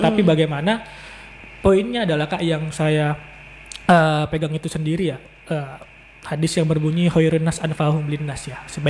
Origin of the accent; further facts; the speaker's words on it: Pandan, North Sumatra, Indonesia; Saya di Lubuk Toko Baru sih kak.